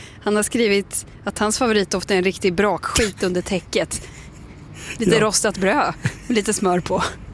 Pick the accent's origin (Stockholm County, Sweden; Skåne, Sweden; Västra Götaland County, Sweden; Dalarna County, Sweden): Västra Götaland County, Sweden; moved away; Där jag kommer från i Skaraborg